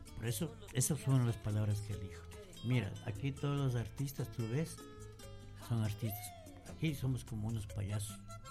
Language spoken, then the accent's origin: Spanish; Sangolquí, Pichincha, Ecuador; now in London, United Kingdom; siempre mi tierra querida, yo nunca le olvido mi Sangolquí querido.